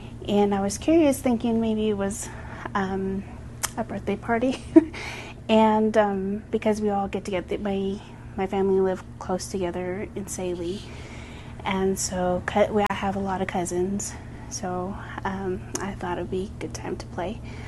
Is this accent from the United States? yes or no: yes; Wheatfields, Arizona, United States; I grew up on the Navajo Reservation. I grew up in Wheatfields